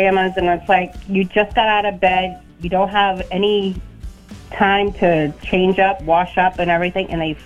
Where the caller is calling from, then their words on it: Manchester, United States; from Manchester.